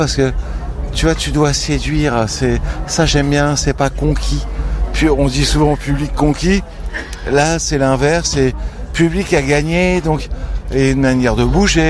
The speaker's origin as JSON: {"language": "French", "country": "France", "said": "on est français"}